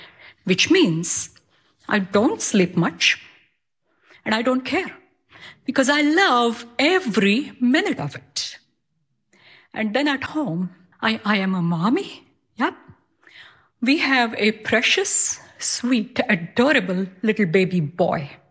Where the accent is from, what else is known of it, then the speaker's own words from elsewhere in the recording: India; now in Lancaster, United States; I'm from Lancaster, Pennsylvania, where I immigrated 25 plus years ago from India.